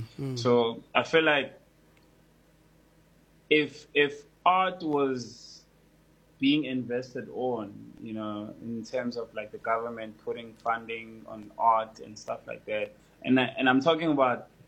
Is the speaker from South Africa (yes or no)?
yes; Durban, KwaZulu-Natal, South Africa; I have a lot of kids from, you know, my background, from the hood. I'm from Durban.